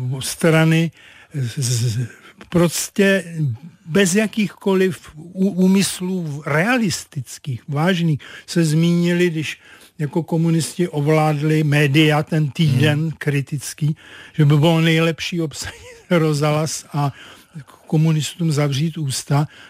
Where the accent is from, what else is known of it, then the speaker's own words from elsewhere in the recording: Karlovy Vary, Karlovy Vary Region, Czechia; pocházím z Karlových Varů